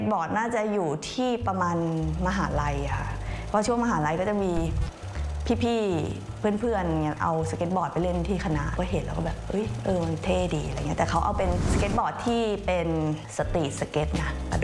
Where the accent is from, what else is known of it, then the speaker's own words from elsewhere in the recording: Chai Nat, Thailand; เป็นคนจังหวัดชัยนาท